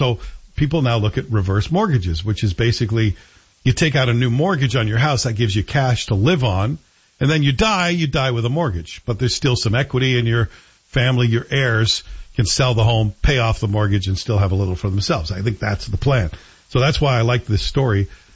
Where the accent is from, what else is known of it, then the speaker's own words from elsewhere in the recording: Coatbridge, Scotland, United Kingdom; moved away; I grew up in Town Head, Cope Ridge.